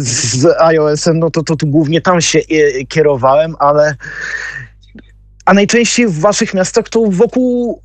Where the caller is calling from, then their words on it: Bydgoszcz, Kuyavian-Pomeranian Voivodeship, Poland; u mnie w Bydgoszczy